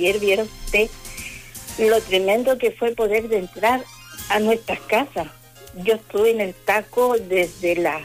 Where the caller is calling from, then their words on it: Vallenar, Atacama, Chile; Nosotros somos de Alto de Algarrobo.